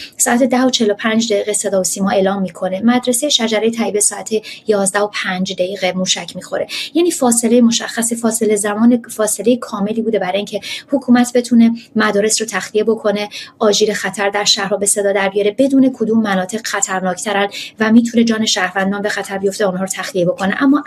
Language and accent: Persian; Iran; ما همه ماها به یادمون هست ماهایی که در ایران سالها رو بزرگ شدیم ما در زیرزمین خونه های خودمون که انقدر امن نبود در واقع پناه میگرفتیم